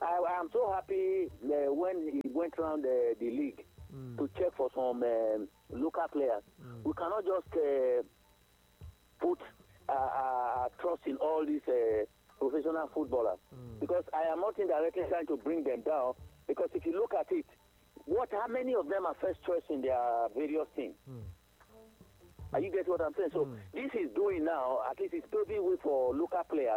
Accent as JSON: {"language": "English", "country": "Nigeria", "said": "I as a Nigerian"}